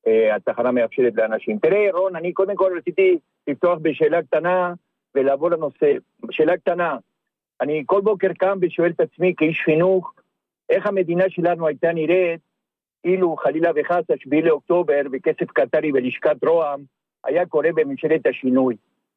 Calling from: Holon, Tel Aviv District, Israel; ואני מחולון.

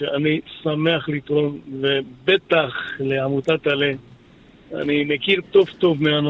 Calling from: Givatayim, Tel Aviv District, Israel; אני מגבעתיים.

